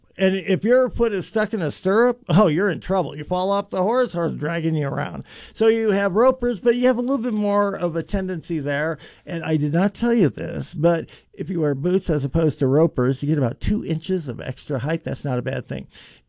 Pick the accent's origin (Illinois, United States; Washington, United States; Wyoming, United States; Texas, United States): Wyoming, United States; my hometown, about an hour east of Cheyenne